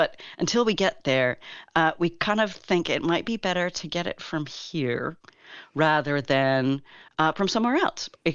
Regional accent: Kelowna, British Columbia, Canada

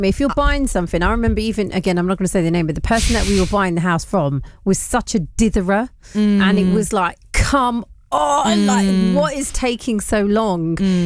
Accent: London, United Kingdom; But there is something about being a Londoner

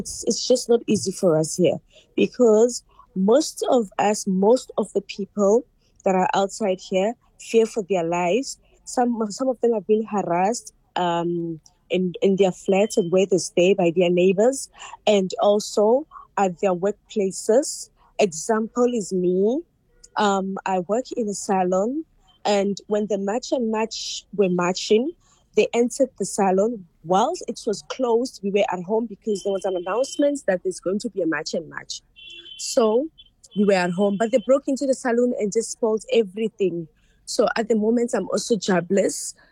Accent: South Africa; also born or lived in Ghana; I grew up here in South Africa. My grandmother was a teacher here in South Africa, and I stayed with her. So I grew up here in South Africa. I didn't grow up in Ghana

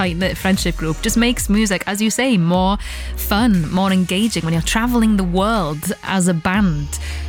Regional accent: Wales, United Kingdom; now in London, United Kingdom; I'm a Welsh woman living in London

